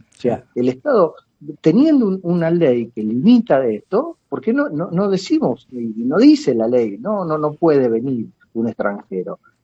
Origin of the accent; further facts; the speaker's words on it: Argentina